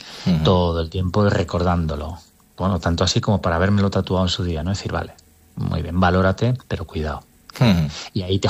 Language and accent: Spanish; Spain